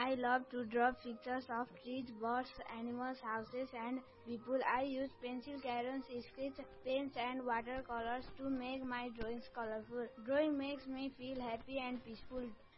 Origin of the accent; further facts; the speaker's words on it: Naubise, Bagmati, Nepal; मेरो घर चाहिँ नौबिसेमा हो